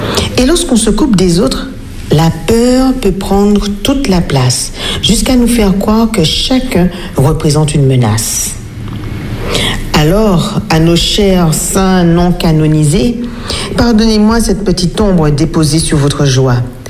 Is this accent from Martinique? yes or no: yes; Martinique; Chez nous en Martinique